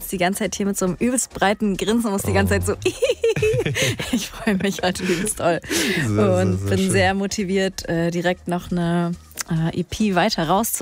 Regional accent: Saxony, Germany; Da spiele ich auf dem Highfield. Das ist die Ecke, wo ich herkomme.

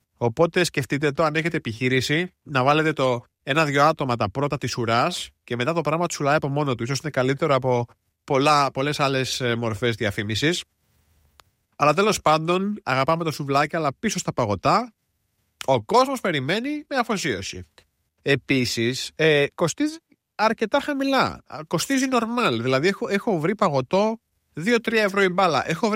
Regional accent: Greece; now in Berlin, Germany

